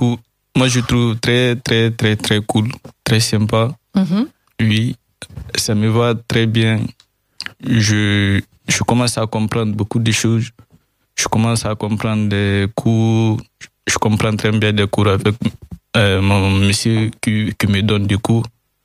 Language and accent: French; Guinea; French is a second language; now in La Rochelle, France; Je viens de Guinée-Conakry.